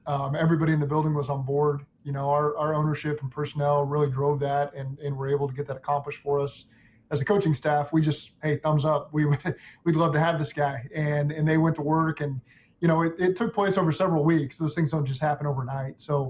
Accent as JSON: {"language": "English", "town": "Norman", "region": "Oklahoma", "country": "United States", "said": "My dad played at Oklahoma. I was from Norman. So it was kind of a storybook setting to be able to play OU in that championship game."}